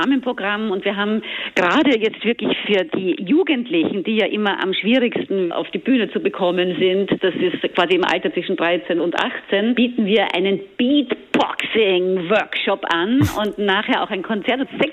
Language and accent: German; Vienna, Austria; now in Bad Hersfeld, Germany; Und wie man an meiner Sprache hört, bin ich ja auch Österreicherin, Wienerin sogar.